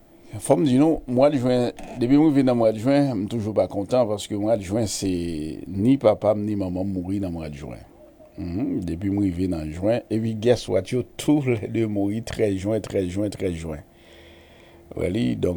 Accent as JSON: {"language": "French", "country": "Haiti", "lives_now": "United States", "said": "Donc, puisque on est haïtien, ici, je vis aux États-Unis."}